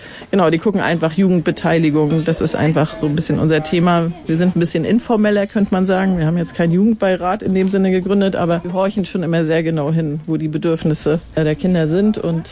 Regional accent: Northern Germany, Germany; Ich komme aus dem Norden, also die ist komplex.

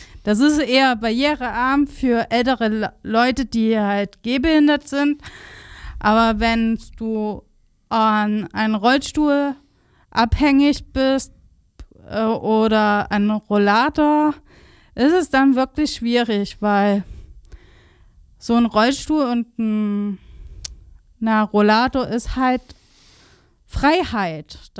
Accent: Leipzig, Saxony, Germany; Ja, ich bin in Grünau aufgewachsen

